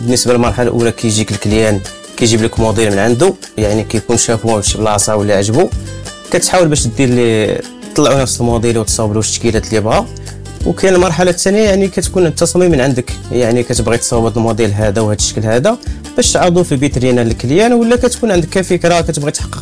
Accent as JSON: {"language": "Arabic", "country": "Morocco", "said": "وأنا كشاب مغربي"}